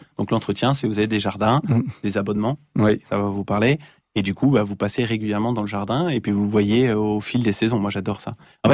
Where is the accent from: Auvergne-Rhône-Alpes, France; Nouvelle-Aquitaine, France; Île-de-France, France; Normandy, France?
Auvergne-Rhône-Alpes, France; parce que on est aussi de la Savoie, et donc en Savoie, j'ai toujours abattu les arbres